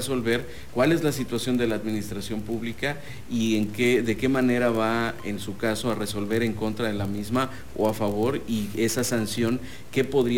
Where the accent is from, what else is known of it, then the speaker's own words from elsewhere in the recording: Tabasco, Mexico; now in Mexico City, Mexico; Yo soy tabasqueño, pero claro, Vivo allá en la Ciudad de México